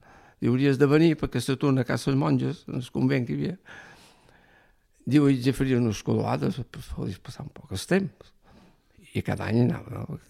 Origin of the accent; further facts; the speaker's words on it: Ferreries, Balearic Islands, Spain; jo vaig néixer aquí a Ferreries, i en els 9 anys van anar al camp.